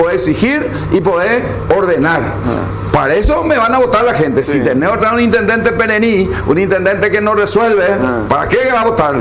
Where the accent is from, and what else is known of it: Lambaré, Central, Paraguay